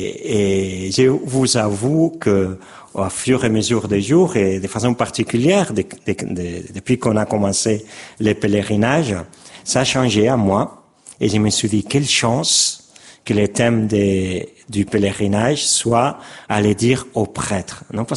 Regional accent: Barcelona, Catalonia, Spain; moved away as an adult; also born or lived in France; now in Valencia, Spain; je suis espagnol, catalan de Barcelone.

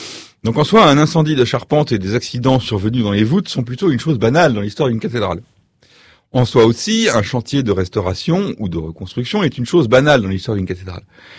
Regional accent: Paris, Île-de-France, France; je suis sur Radio Notre-Dame et je suis parisien moi-même

